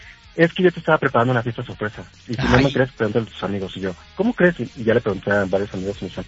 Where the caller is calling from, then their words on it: Mexico City, Mexico; De Ciudad de México, de Parque Lindavista.